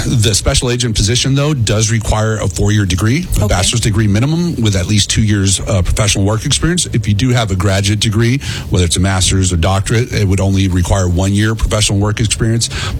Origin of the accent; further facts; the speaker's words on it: El Paso, Texas, United States; I'm living proof. I'm born and raised in El Paso. My first office was Las Vegas.